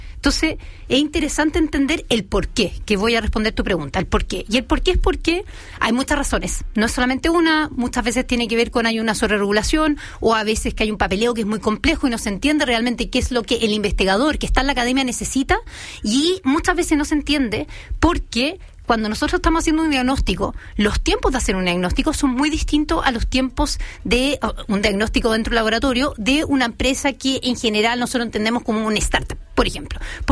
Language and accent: Spanish; Chile; Y ahí, hoy día, como chileno, hace poquito, salió también la ley de transferencia tecnológica